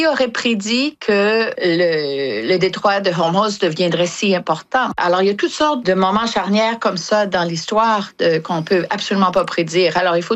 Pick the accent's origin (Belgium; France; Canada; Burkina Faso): Canada; Quebec; now in United States; Moi, en tant que Québécoise qui vit aux États-Unis depuis 40 ans, mais qui est aussi américaine parce que j'ai des enfants américains et un mari américain